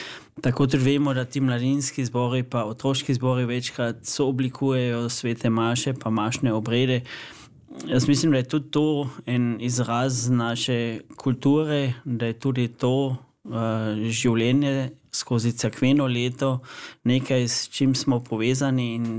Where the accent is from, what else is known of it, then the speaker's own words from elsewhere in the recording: Carinthia, Austria; ki jo želimo mi predstaviti kot koroški Slovenci